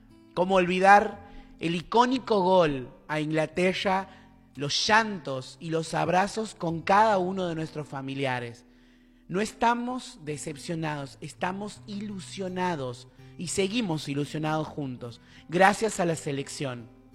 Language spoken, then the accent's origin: Spanish; Santiago del Estero, Argentina; Como santiagueños y como argentinos, sabemos lo que significa levantarse después de cada golpe.